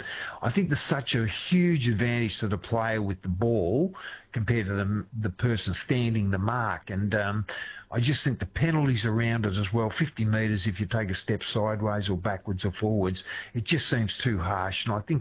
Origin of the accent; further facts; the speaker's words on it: Maffra, Victoria, Australia; I grew up on a dairy farm just out of Maffra and had four sisters.